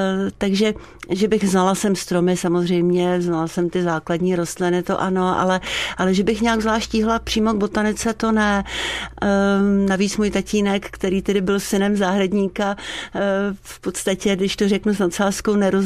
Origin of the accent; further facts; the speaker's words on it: Prague, Czechia; narodila jsem se v Praze, jsem Pražák tělem i duší, v Praze jsem byla i vzdělávána